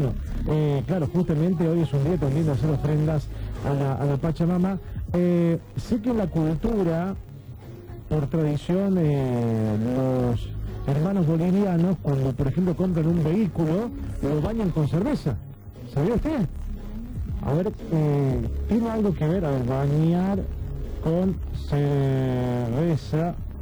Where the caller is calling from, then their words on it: Villa General Belgrano, Córdoba, Argentina; Buenas noches, soy de Villa General Belgrano.